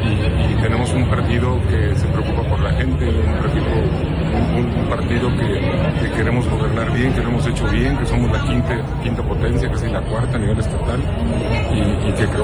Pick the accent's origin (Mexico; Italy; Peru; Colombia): Mexico; Salamanca, Guanajuato; Yo porque soy de Salamanca y lo digo, y soy de Salamanca.